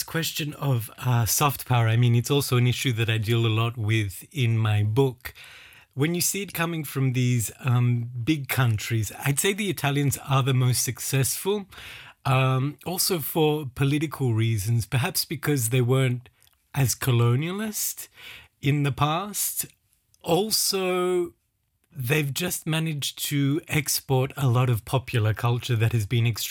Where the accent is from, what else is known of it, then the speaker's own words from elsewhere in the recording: Australia; I grew up in Australia.